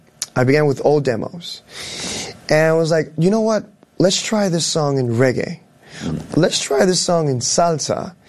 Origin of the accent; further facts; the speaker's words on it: Venezuela; moved away; my home country is going through what it's going through